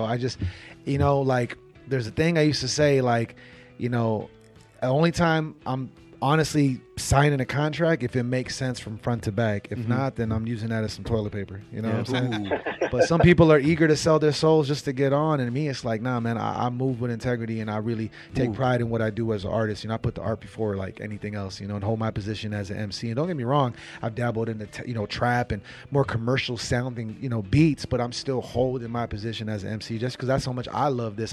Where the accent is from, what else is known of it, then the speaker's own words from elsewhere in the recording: Brazil; I'm from Brazil, bro.